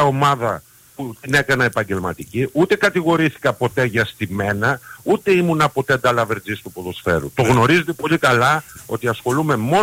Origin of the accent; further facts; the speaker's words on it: Larissa, Thessaly, Greece; Είμαι Λαρισαίος, γέννημα θρέμα Λαρισαίος.